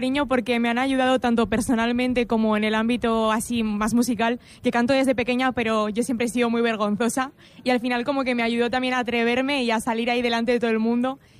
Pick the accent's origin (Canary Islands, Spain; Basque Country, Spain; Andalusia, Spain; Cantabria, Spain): Basque Country, Spain; Galdakao; also born or lived in Bilbao; me he ido formando también en la Escuela de Música de mi pueblo, de Galdácano, porque yo soy de Bilbao, y nada, ahí sigo. También soy estudiante